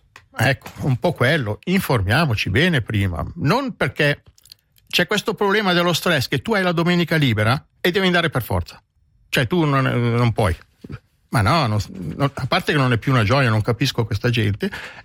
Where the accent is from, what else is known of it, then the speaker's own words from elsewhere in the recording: Ticino, Switzerland; In Ticino siamo ben organizzati